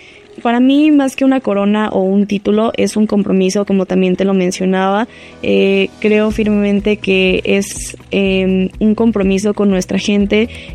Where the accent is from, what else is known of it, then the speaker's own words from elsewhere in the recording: San Pablo Petatitlán, Tlaxcala, Mexico; Sencillamente es mi tierra, es la tierra que también me vio crecer en muchos aspectos de mi vida